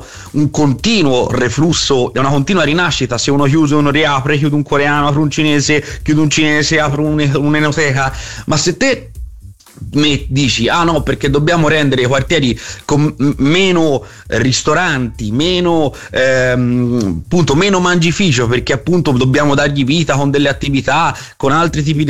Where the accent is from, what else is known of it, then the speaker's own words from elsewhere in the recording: Campi Bisenzio, Tuscany, Italy; now in Milan, Italy; io da campigiano quando torno a casa